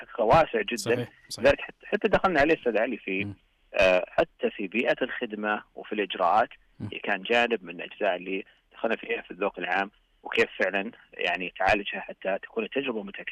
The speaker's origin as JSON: {"language": "Arabic", "country": "Saudi Arabia", "said": "أولا كمسلمين، ثانيا كسعوديين"}